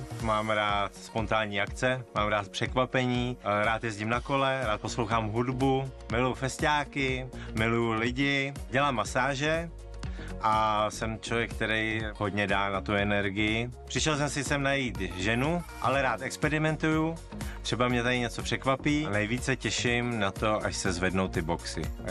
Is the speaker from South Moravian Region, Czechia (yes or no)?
no; Beroun, Central Bohemian Region, Czechia; jsem z Berouna.